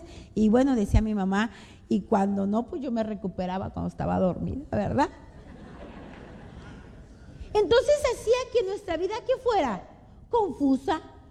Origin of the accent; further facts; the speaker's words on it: Monterrey, Nuevo León, Mexico; nosotros somos de Monterrey.